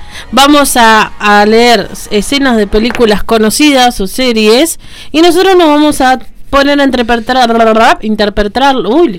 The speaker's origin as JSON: {"language": "Spanish", "town": "General Rodríguez", "region": "Buenos Aires Province", "country": "Argentina", "tie": "born or raised there", "said": "General Rodríguez. Ciudad natal de todos"}